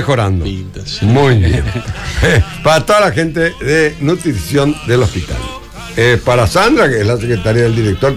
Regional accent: Paraguay

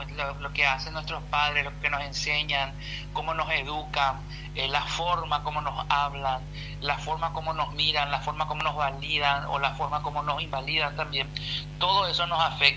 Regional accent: Paraguay; nosotros como paraguayos somos muy de la cultura del sí, sí

